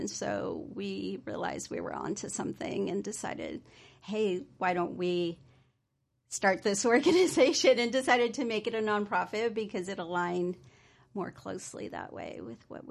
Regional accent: Honduras; moved away; So I think an important part of my path has been that I'm an immigrant from Honduras, and I grew up with a certain, I would say, indigenous somatics, as well as like dream work and just connection to nature.

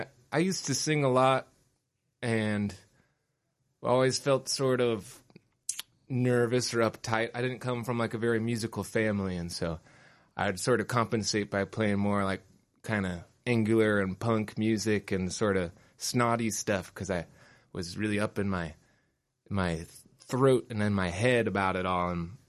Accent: Sacramento, California, United States; I grew up in Sacramento

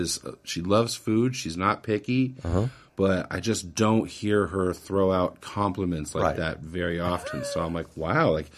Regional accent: McKinleyville, California, United States; born there; also born or lived in Austin, Texas

